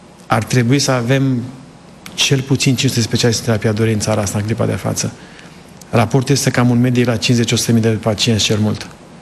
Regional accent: Sibiu County, Romania; moved away as an adult; also born or lived in United States; Sunt de lângă Sibiu. Am stat lângă Copșa Mică

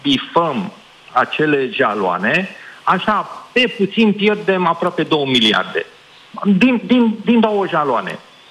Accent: Satu Mare County, Romania; eu sunt din Satul Mare.

